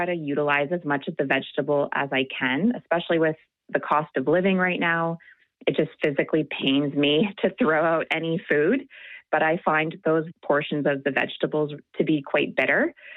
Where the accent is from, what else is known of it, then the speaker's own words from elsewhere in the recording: Kitchener, Ontario, Canada; Hi there. … I'm from Kitchener, Ontario, Canada.